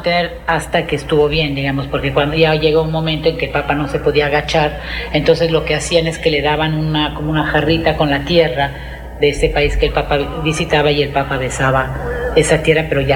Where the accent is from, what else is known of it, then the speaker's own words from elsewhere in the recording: Mexico; claro, santidad, que soy mexicana